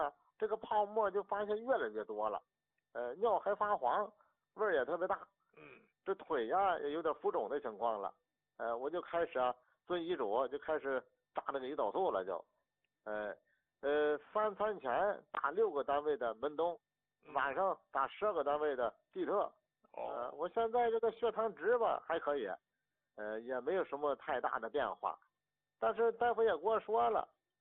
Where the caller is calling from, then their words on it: Shijiazhuang, Hebei, China; 哎，我那是河北石家庄的。